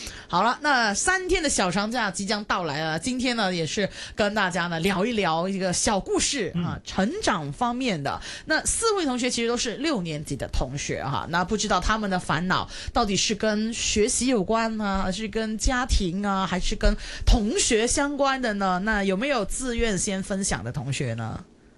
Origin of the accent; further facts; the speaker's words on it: Hong Kong; 我们香港这边吃粽子呢